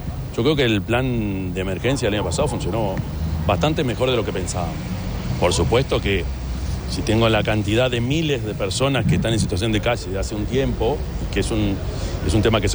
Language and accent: Spanish; Uruguay; recibían que se juntaran para recibir nuestro mensaje como uruguayos, ya es una señal desde el Uruguay, ¿no?